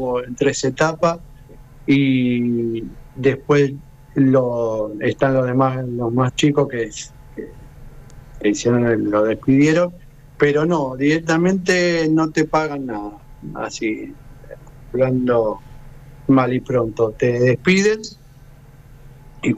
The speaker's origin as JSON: {"language": "Spanish", "region": "Buenos Aires", "country": "Argentina", "said": "yo soy de acá, de Buenos Aires."}